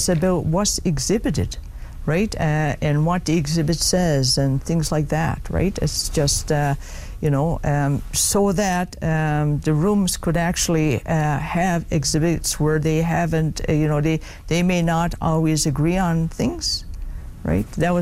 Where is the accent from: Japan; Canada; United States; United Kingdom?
Canada; Makkovik, Newfoundland and Labrador; I'm from Northern Labrador. I'm born and raised in Mokovic. I am a member of Nunatsivut Inuit. I'm mixed heritage. But I consider myself as Indigenous.